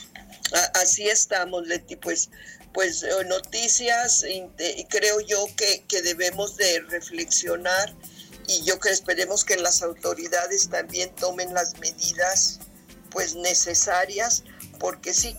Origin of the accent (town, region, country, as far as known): Mexico